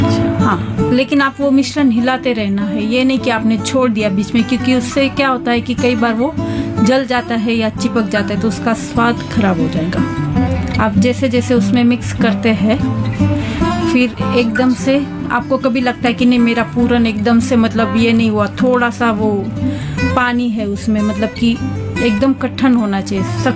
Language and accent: Hindi; Gujarat, India; हम लोग गुजराती लोग ज्यादातर तुअर दाल की बनाते हैं।